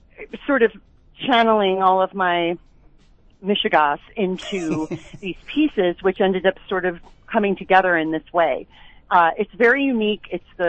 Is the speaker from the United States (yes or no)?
yes; Chicago, Illinois, United States; moved away; I'm from Chicagoland.